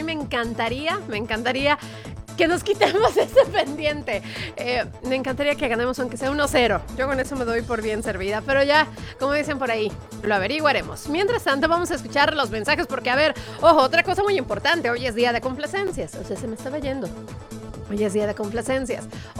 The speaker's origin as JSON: {"language": "Spanish", "country": "Mexico", "said": "unirnos como mexicanos"}